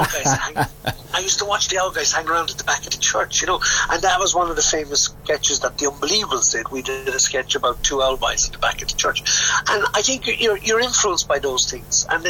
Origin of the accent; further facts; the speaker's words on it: Thurles, Munster, Ireland; also born or lived in County Limerick; I'm from Tipperary and John's from County Limerick. And we both wrote about things. I grew up in Thurles, County Tipperary.